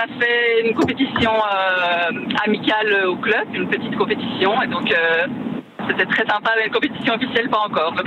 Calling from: Court-Saint-Étienne, Wallonia, Belgium; une salle s'est ouverte près de chez nous, à Cour-Saint-Étienne.

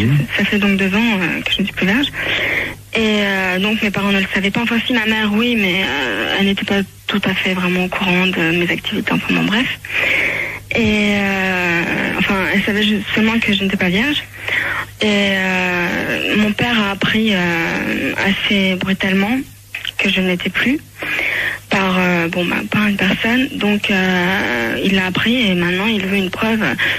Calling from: Paris, Île-de-France, France; j'ai 16 ans. J'habite à Paris.

